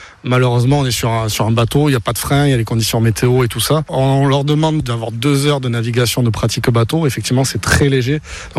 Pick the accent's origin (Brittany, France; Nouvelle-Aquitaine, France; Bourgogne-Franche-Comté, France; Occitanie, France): Nouvelle-Aquitaine, France; Mont-de-Marsan; born there; now in Capbreton, France; Moi, je suis né à Mont-de-Marsan, je suis d'Agetemont. Je suis sur la côte à Cabreton depuis 2011 maintenant.